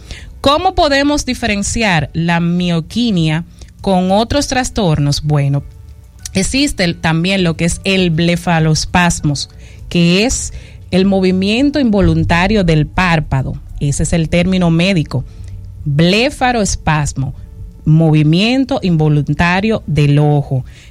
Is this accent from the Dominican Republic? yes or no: yes; Dominican Republic; Somos dominicanos